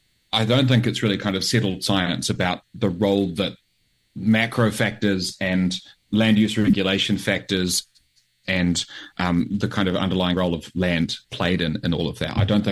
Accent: New Zealand; as a Kiwi

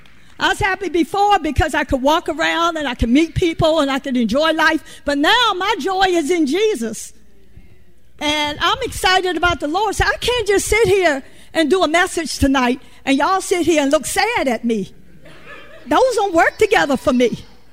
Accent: Virginia, United States; See, I ain't scared. I'm from Virginia. I was born below the Mason-Dixon line.

